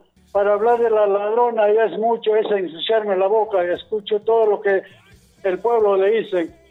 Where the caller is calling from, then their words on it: Ticapampa, Ancash, Peru; Soy de Ticapampa, vivo en la avenida Primavera número 200.